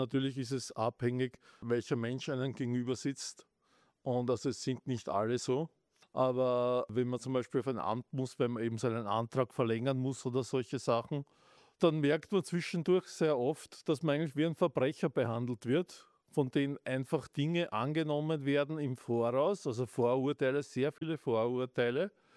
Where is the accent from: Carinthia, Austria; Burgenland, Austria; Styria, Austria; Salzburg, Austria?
Burgenland, Austria; Stadtschlaining; also born or lived in Vienna; Ich komme aus dem Burgenland, also in Stadt Schleining, dort wo auch die Friedensburg zu Hause ist. Habe lange Zeit in Wien gelebt, bin dann ins Burgenland gezogen.